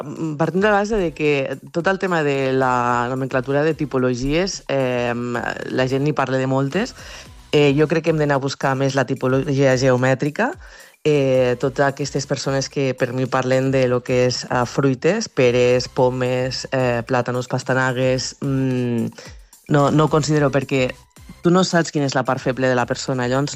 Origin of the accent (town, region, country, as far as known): Mollerussa, Catalonia, Spain